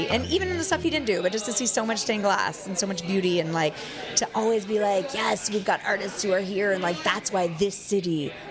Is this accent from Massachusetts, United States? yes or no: no; California, United States; Okay, so my family is French, but I'm Californian too